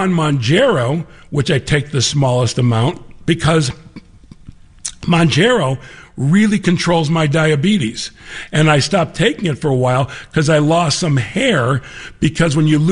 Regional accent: Chicago, Illinois, United States; And yeah, obviously, I'm a Chicagoan, very proud.

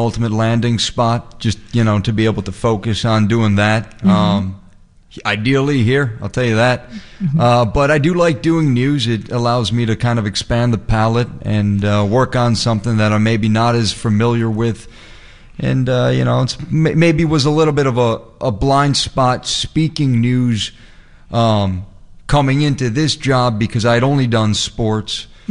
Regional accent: Northbrook, Illinois, United States; Born and raised in Chicago. Yep. Grew up in the suburb of Northbrook.

